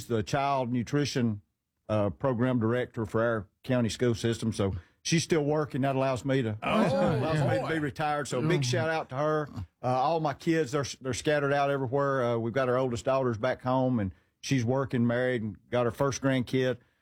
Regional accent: Fife, Alabama, United States; We're from Fife, Alabama.

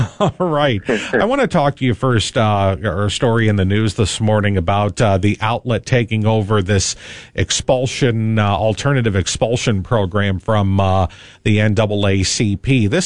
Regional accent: New York, United States; accent: New York; Even if my New York accent needs a little bit of work, you know what I'm saying, Dave?

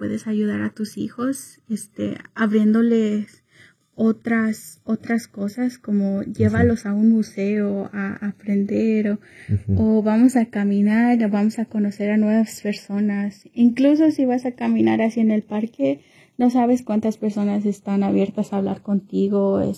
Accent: Waukegan, Illinois, United States; Incluso aquí, empezando en Waukegan.

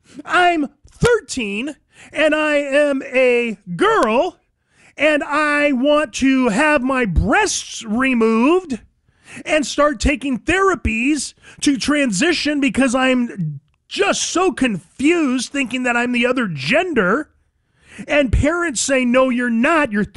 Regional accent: California, United States; moved away as an adult; Now, I come from California.

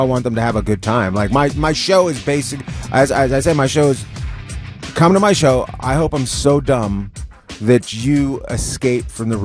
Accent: Canada; I grew up near Alaska.

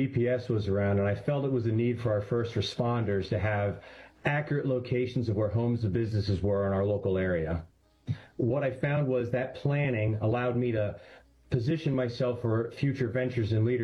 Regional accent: Pennsylvania, United States; I'm from Douglas Hill, Pennsylvania. I'm the oldest of two. My brother is 13 years my junior.

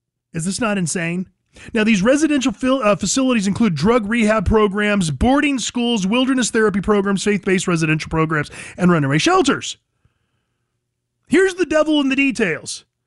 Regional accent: California, United States; moved away; Now, I come from California. It is very much a failed state. It is sad. We got out of there 28 years ago, and we have not looked back.

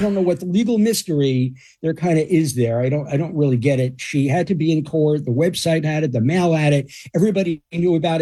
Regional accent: New York, United States; now in New Jersey, United States; But I'm born and raised in New York, but I'm proud that I live in New Jersey.

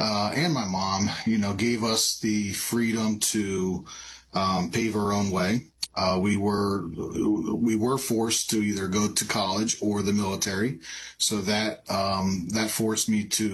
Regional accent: Jacksonville, New Jersey, United States; I'm from Jacksonville, New Jersey. I am the third child, two older brothers, one younger sister.

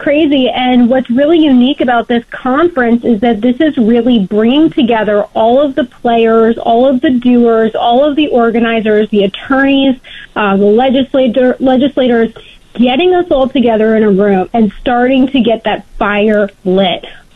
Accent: Connecticut, United States; So states like my home state of Connecticut, Rhode Island, Massachusetts, I mean, we've been living in gun control for generations to some degree.

